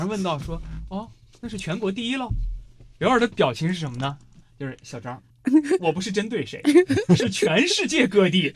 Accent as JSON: {"language": "Chinese", "region": "Shanxi", "country": "China", "tie": "born or raised there", "said": "我是山西人"}